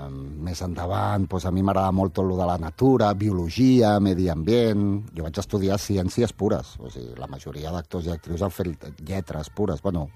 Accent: Barcelona, Catalonia, Spain; also born or lived in Figueres; jo m'he criat al Vall del Bronx.

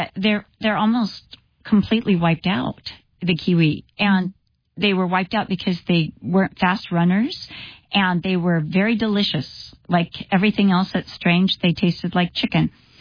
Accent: California, United States; Because I was raised in California.

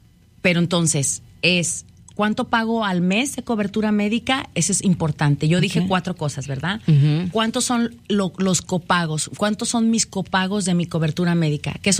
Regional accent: Mexico; now in Wisconsin, United States; yo como mexicana, ¿no? Pero acá en Wisconsin

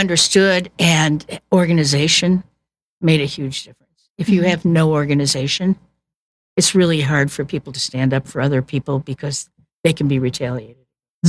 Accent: Chicago, Illinois, United States; now in Kansas City, United States; I was originally from Chicago. And I started looking to move back closer to Chicago. My parents were getting older. And so I found a job in Kansas City in a factory.

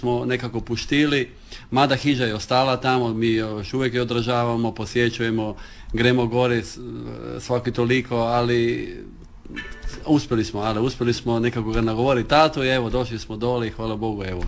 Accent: Motovun, Istria County, Croatia; odakle si, prvo reći iz Motovuna, iz Kaldira, to su moji korijeni, to je moj rod i jako sam ponosan

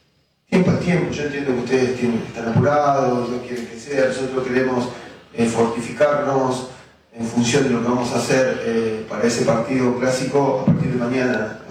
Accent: Argentina; Agradecimiento eterno a una persona que, como argentino, nos dio tanto y tan lindo, ¿no?

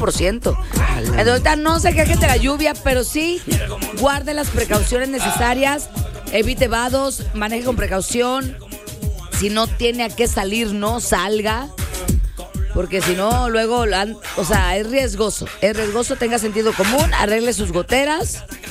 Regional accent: Mexico; Somos tan mexicanos

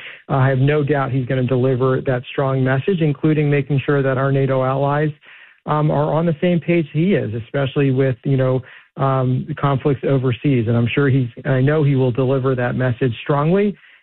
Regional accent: Manhattan, New York, United States; born there; and your listeners remember I was born in Manhattan

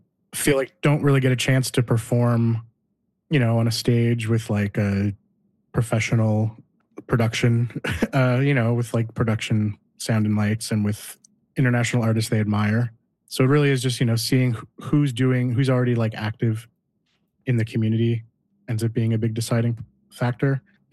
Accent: Cole Harbour, Nova Scotia, Canada; I grew up in Cole Harbour, which isn't quite Dartmouth, but we can, nitpick over that if we want later.

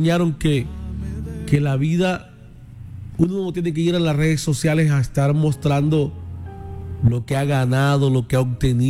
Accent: Arjona, Bolívar, Colombia; born there; en Arjona, donde yo nací, donde yo vivo

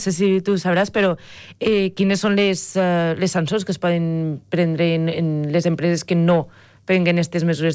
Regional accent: Xeraco, Valencian Community, Spain; conec familiars que treballen en un magatzem de taronja, al meu poble, Xeraco

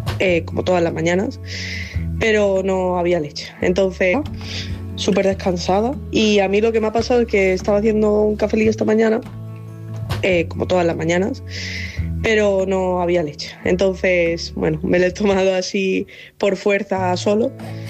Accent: Málaga, Andalusia, Spain; de Málaga y hoy me he despertado con mucha energía

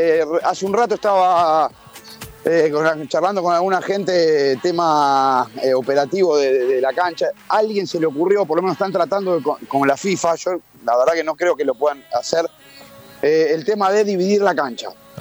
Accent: Argentina; O sea, así acá, viste cómo somos los argentinos, que se juntan todos.

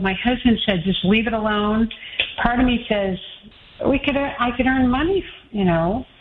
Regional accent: Colorado, United States; Actually, I'm from Colorado.

